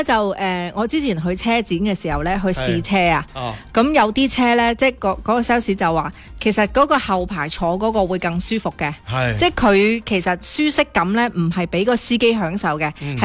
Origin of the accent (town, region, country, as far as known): Guangdong, China